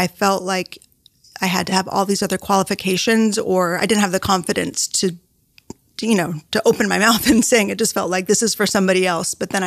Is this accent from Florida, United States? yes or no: yes; Miami, Florida, United States; moved away as an adult; also born or lived in Seattle; now in New York, United States; I grew up mostly in Miami, but we were in Seattle for a few years. But it had been, you know, I moved to New York in 2000. And then we were in Seattle for like seven